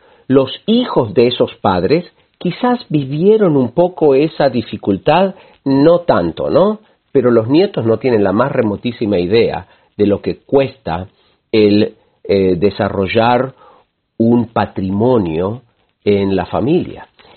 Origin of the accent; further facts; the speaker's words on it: Buenos Aires, Argentina; now in United States; somos familias de inmigrantes, mis padres y mis abuelitos eran gente de campo, yo crecí en el oeste de la ciudad de Buenos Aires.